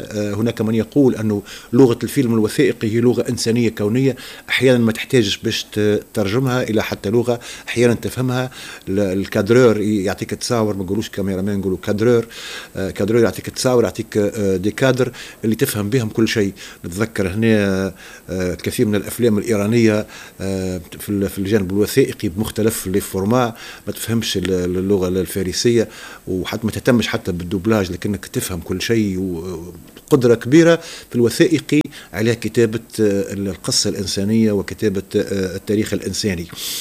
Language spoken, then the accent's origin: Arabic; Tunisia; تعنينا بشكل محلي كتونسيين